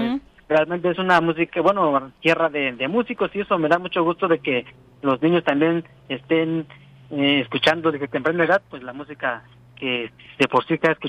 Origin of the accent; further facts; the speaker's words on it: Santa María, Oaxaca, Mexico; Yo soy de Santa María